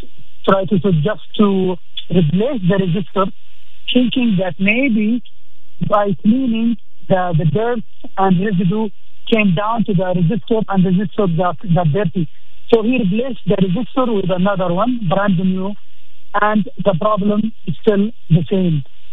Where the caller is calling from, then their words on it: Saudi Arabia; calling from Saudi Arabia.